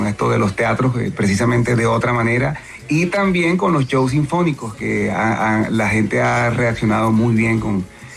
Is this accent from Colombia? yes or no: yes; Maicao, La Guajira, Colombia; en mi pueblo, Maicao.